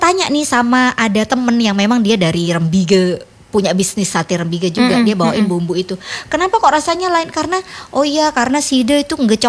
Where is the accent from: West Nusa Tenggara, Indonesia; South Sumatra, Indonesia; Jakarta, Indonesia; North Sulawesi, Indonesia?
West Nusa Tenggara, Indonesia; saya sebagai orang Sasak